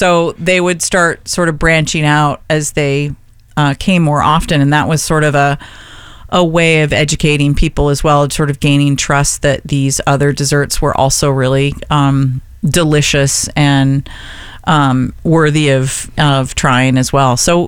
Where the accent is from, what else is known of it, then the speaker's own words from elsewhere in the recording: Seattle, Washington, United States; especially I come from Seattle, Washington, from a Norwegian family on both sides